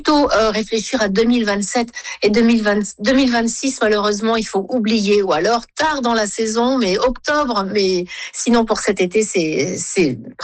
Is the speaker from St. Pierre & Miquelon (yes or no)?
yes; St. Pierre & Miquelon; now in Saint Pierre and Miquelon; Mais malgré tout, on est la France. Vous entendez mon accent, qui est assez différent du vôtre. Et c'est celui qui est parlé ici dans l'archipel.